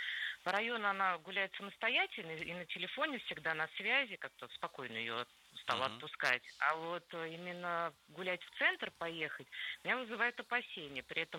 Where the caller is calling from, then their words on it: Moscow, Russia; Мы живем в Москве